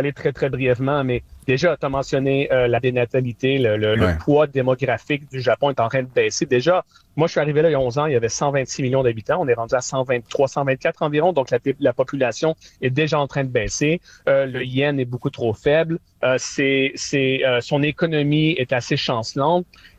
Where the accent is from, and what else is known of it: Canada; now in Japan